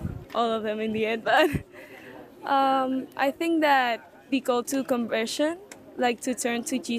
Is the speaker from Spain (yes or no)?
yes; Spain; I'm from Spain.